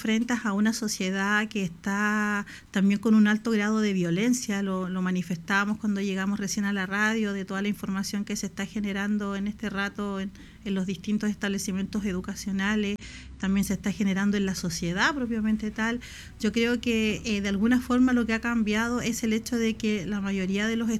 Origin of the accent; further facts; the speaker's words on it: Atacama, Chile; now in Osorno, Chile; yo, como les comentaba, no soy de acá de Osorno, yo soy del norte, de la tercera región